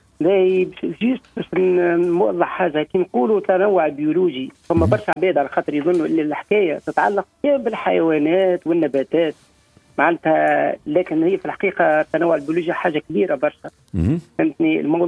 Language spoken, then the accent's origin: Arabic; Tunisia; عندنا احنا في تونس